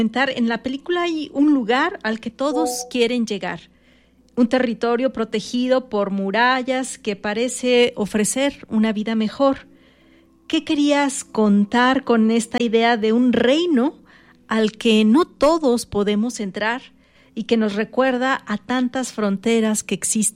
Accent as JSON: {"language": "Spanish", "country": "Mexico"}